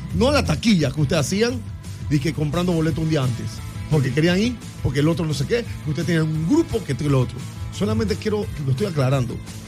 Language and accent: Spanish; Panama; Yo soy panameño